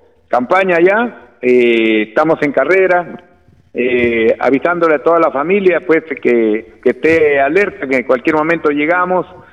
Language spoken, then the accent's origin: Spanish; San Cristóbal, Lambayeque, Peru; born there; Y bueno, yo nací en este hermoso lugar.